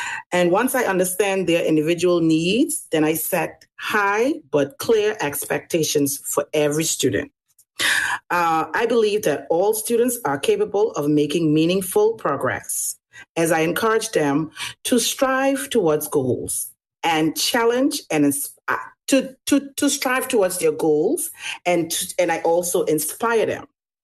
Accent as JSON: {"language": "English", "region": "North Caicos", "country": "Turks & Caicos Islands", "said": "I hail from the Green Island of North Caicos."}